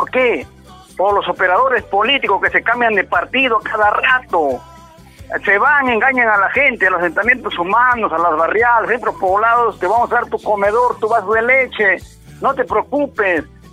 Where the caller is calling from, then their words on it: Ancash, Peru; Le habla de acá, de la región Anca, de la región más rica del Perú y del mundo